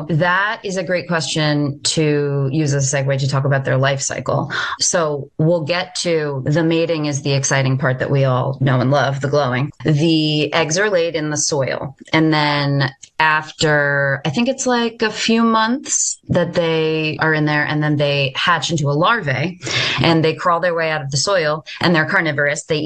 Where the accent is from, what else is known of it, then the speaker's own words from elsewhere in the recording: Long Island, New York, United States; growing up on Long Island